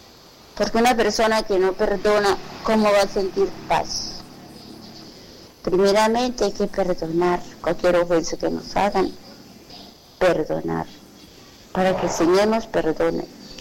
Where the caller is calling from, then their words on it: Ureña, Táchira, Venezuela; estoy llamando de Ureña.